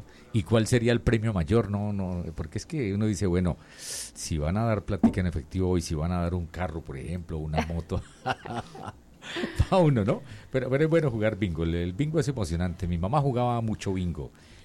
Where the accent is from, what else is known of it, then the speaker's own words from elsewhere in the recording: Puerto Gaitán, Meta, Colombia; Puerto Gaitán, me gusta, que es mi tierra.